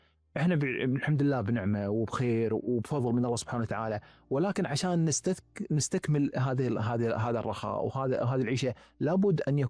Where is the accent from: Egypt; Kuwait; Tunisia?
Kuwait; تقول انا وين عايش؟ هذا انا ديرتي يعني لما اعيش انا اكون في البيت هناك وبالكويت